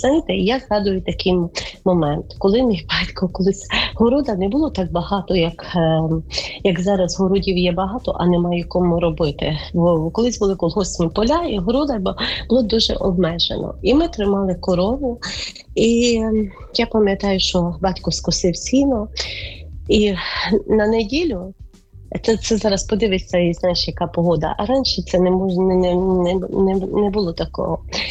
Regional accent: Ivano-Frankivsk Oblast, Ukraine; Я виросла на Франківщині в селі.

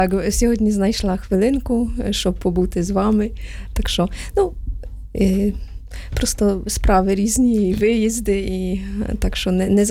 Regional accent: Poland; now in Ukraine; щоб ми, поляки

